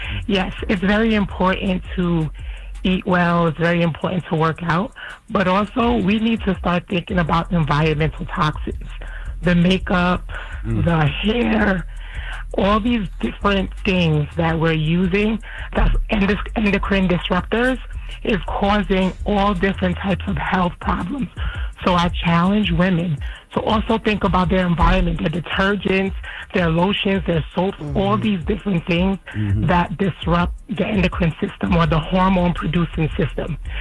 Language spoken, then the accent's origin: English; New York, United States; now in Burlington, United States